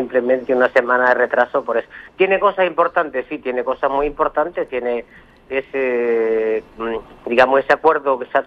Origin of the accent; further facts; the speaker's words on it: Canary Islands, Spain; que todos somos canarios iguales.